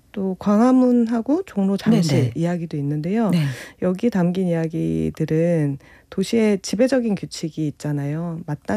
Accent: Seoul, South Korea; 제가 또 상계동은 어렸을 때 살던 곳이기도 했거든요.

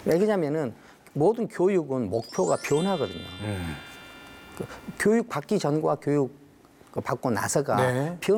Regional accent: Hampyeong, South Jeolla, South Korea; 저는 그 지역 감정이 좀 강한 사람입니다. 그래서 제 고향을 사랑해요. 저는 한평을 사랑합니다.

